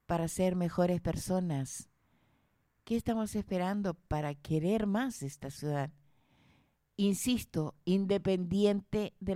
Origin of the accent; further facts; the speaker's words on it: San Fernando, O'Higgins, Chile; also born or lived in Santa Cruz; yo nací en Santa Cruz y fui criada en San Fernando desde los 5 años